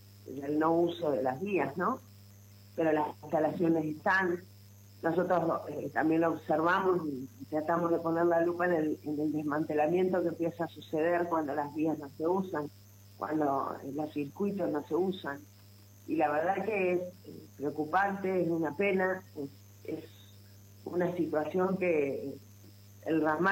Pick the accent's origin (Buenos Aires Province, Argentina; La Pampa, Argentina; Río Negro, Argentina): Buenos Aires Province, Argentina; Coronel Dorrego; also born or lived in La Plata; nacida y criada en Coronel Dorrego, ahí cerquita de Bahía.